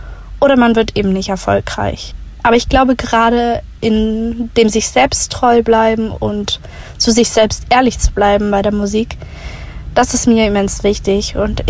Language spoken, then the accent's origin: German; Bavaria, Germany; ich komme aus der Nähe von München.